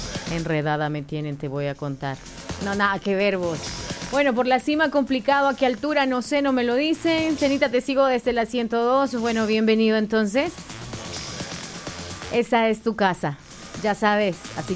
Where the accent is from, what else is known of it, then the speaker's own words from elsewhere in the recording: El Salvador; Ya lo sabes, pero como salvadoreños somos. Salvadoreños somos, dicen.